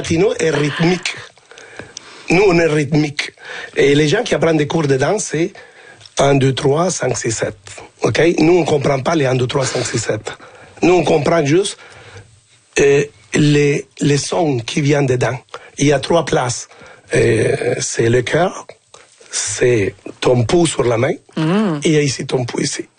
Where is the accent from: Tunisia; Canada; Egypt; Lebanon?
Canada; Sherbrooke, Quebec; J'ai dansé même, moi je viens de la ville de Sherbrooke, et j'ai dansé avec des bottes d'hiver.